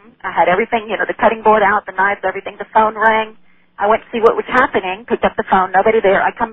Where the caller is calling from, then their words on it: Texas, United States; Calling you from Texas.